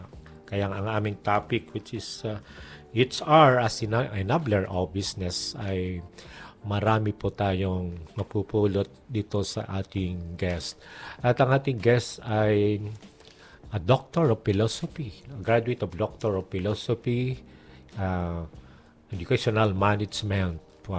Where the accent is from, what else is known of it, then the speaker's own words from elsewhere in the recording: Anilao, Western Visayas, Philippines; yung aking parents ay sa Anilaw at ako'y pinanganak sa Anilaw